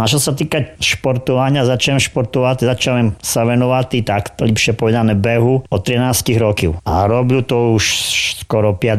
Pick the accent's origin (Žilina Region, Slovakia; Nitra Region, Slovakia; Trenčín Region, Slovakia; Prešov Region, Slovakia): Prešov Region, Slovakia; Medzilaborce; Pochádzam z Labirce, čiže z ML, z mesta Lask. Sa tam aj narodil, aj moji rodičia sa tam narodili